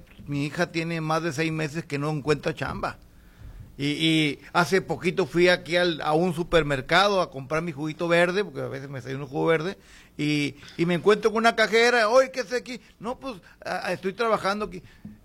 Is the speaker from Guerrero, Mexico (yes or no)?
no; Aguaruto, Sinaloa, Mexico; Y soy de Aguaruto y me mandaron acá en esta ley.